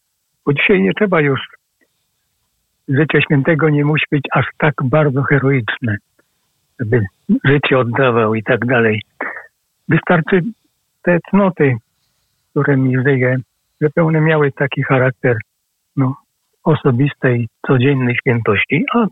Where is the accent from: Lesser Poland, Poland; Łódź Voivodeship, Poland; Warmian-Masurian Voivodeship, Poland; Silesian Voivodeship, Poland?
Silesian Voivodeship, Poland; born there; bo mieszkałem pod Katowicami, Ślązakiem jestem z urodzenia.